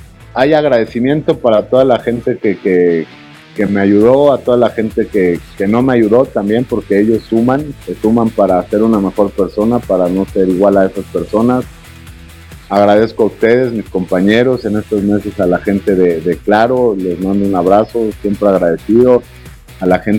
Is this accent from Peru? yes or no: no; Mexico; más siendo mexicano